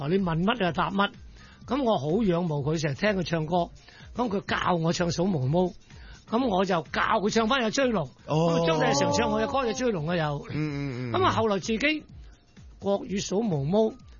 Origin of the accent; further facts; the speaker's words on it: Vietnam; now in Hong Kong; 我喺越南長大嘅，我七歲就學唱粵曲。11岁就登台都系唱粤曲，咁啊后期做埋大戏咧喺越南，咁嚟到香港咧，我系70年到香港，